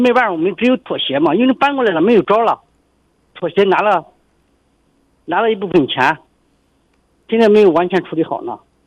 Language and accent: Chinese; Anhui, China; moved away as an adult; now in Xinjiang, China; 因为我们老家安徽的，跑了几千公里到这里到新疆来做生意